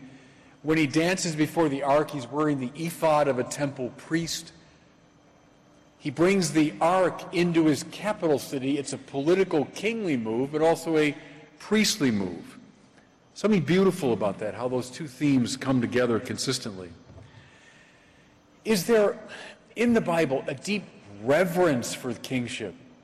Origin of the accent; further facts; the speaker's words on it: Chicago, Illinois, United States; I'm from Chicago.